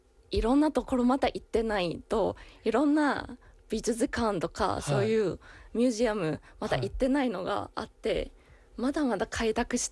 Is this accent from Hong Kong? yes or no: no; Taiwan; Japanese is a second language; moved away as an adult; now in Japan; 自分は台湾人だから